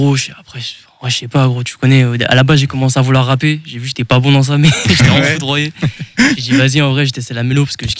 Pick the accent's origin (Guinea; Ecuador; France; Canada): France; also born or lived in Gabon; Moi, tu vois, je suis français-gabonais.